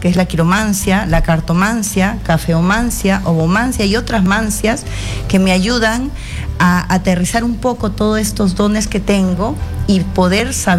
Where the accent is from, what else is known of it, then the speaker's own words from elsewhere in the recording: Lima, Peru; born there; Nací en Lima, mi madre descendiente de San Marcos Huari y mi padre de Cajamarca.